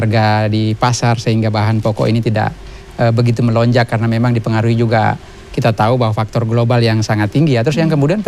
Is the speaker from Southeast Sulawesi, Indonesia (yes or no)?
yes; Kolaka, Southeast Sulawesi, Indonesia; Saya dari Sulawesi Tenggara, Mbak, dari Kolaka. Di Kolaka itu sudah hampir 3 smelter dibangun sekarang ini